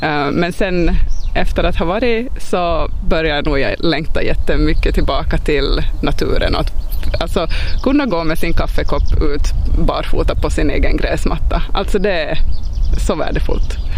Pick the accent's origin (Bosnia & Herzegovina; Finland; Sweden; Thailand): Finland; Esse, Ostrobothnia; moved away as an adult; also born or lived in Turku / Kristinestad / Vaasa; när jag växte upp i Esse och liksom blev vuxen och skulle iväg